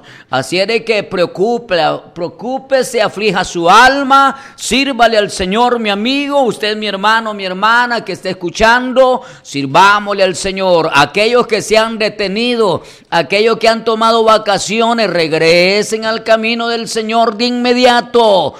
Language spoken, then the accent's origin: Spanish; Santa Ana, El Salvador; Soy nativo del Ranchador, de aquí del cantón del Ranchador, Santa Ana, ¿verdad?